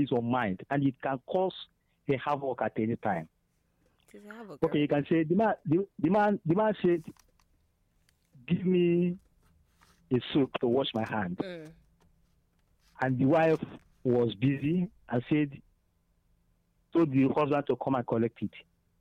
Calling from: Enugu, Enugu State, Nigeria; I'm calling from Enugu.

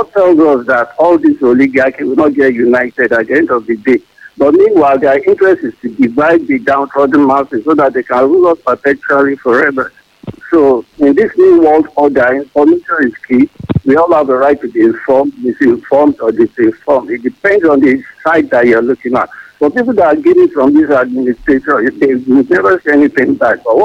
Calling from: Nigeria; I'm calling from Rainbow Division.

